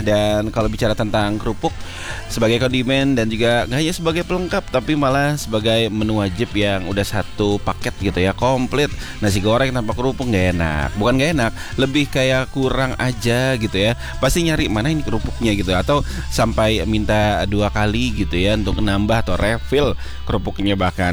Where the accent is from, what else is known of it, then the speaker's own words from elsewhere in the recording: Surabaya, East Java, Indonesia; Berhubung saya orang Surabaya.